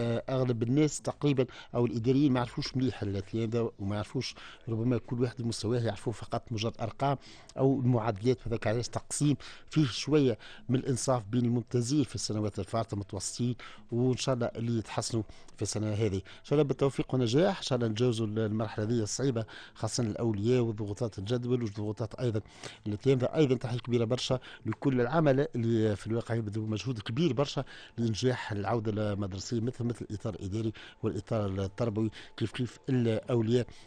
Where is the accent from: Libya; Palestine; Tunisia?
Tunisia; عندنا في تونس